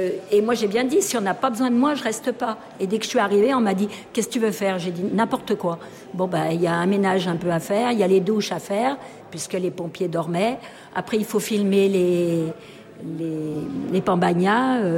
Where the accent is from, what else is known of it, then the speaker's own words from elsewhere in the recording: Jonchères, Auvergne-Rhône-Alpes, France; je viens de Jonchère. Derrière, il y a le Prémol qui arrive après, de l'autre côté, sur Bellegarde, où il y a eu le feu à Montlahuc.